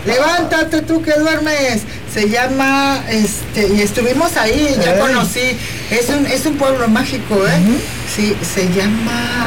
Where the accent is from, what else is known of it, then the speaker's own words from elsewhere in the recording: Tabasco, Mexico; para mí Tabasco es el estado más bonito, porque es mi terruño.